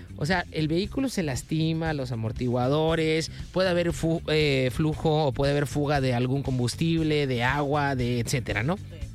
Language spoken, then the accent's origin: Spanish; Mexico; Aquí lo malo es nosotros como cultura mexicana celebramos de una manera muy... sin medir consecuencias.